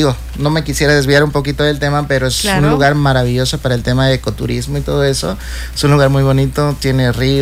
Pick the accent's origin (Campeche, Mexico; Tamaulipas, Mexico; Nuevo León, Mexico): Campeche, Mexico; Candelaria; soy de un pueblo que se llama Candelaria, Campeche.